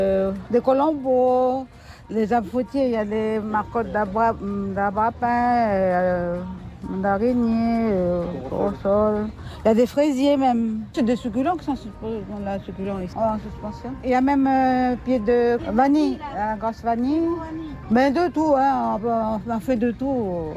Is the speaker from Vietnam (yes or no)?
no; Païta, South Province, New Caledonia; Je viens de Païta.